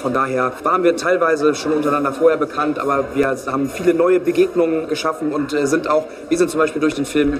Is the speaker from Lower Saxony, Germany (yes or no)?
no; Hamburg, Germany; ich komme hier aus der Richtung Hamburg